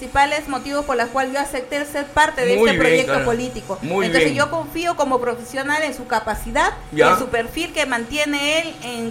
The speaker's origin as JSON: {"language": "Spanish", "region": "Tucumán", "country": "Argentina", "said": "Nosotros deberíamos banderear a donde vamos, que somos de Tucumán, que descendemos de una comunidades antiguas"}